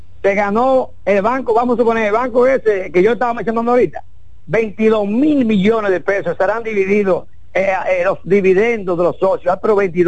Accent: Santiago de los Caballeros, Santiago, Dominican Republic; de Santiago, de mi pueblo, de la ciudad corazón, que yo soy

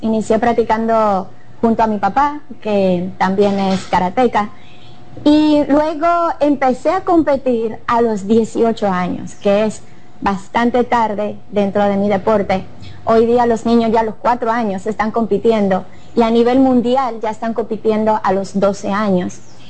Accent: Sosúa, Puerto Plata, Dominican Republic; Yo me crié en Sosúa

